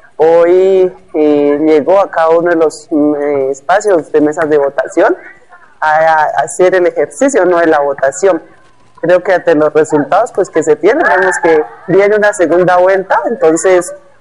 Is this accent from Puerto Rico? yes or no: no; Jambaló, Cauca, Colombia; como autoridades ancestrales del territorio de Jambaló